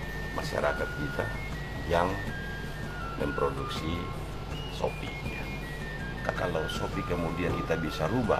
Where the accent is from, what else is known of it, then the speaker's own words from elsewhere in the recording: Maluku, Indonesia; minuman yang membawa jati diri kita orang Maluku